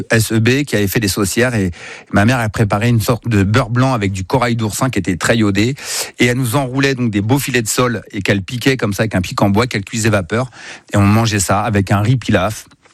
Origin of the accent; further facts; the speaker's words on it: Spain; Moi, je suis un Espagnol.